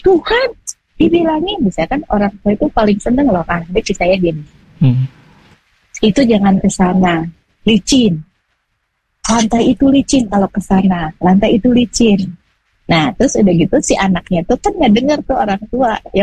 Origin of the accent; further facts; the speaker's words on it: West Java, Indonesia; saya orang Sunda nih ya.